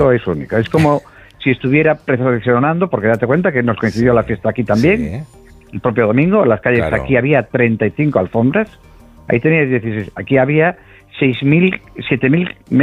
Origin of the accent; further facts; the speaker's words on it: Ponteareas, Galicia, Spain; Te dije que no somos perfectos, pero somos de Pontareas, que es casi lo mismo.